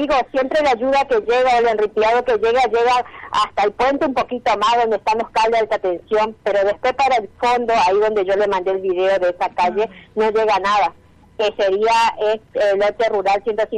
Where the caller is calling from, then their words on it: Argentina; Yo soy de Villa Prosperidad